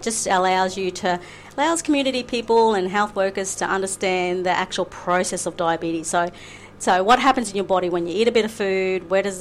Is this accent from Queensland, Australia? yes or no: yes; Queensland, Australia; I'm from Queensland